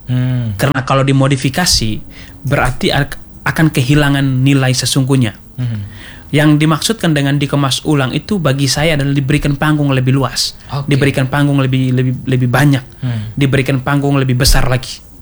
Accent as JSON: {"language": "Indonesian", "region": "East Nusa Tenggara", "country": "Indonesia", "tie": "born or raised there", "said": "kalau di desa saya, desa Walomotong, Kampung Natargut, itu kita punya banyak menhir."}